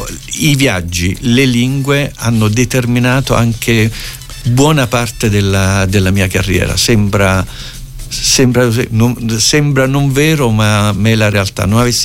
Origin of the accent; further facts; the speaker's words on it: Basilicata, Italy; Io sono un lucano.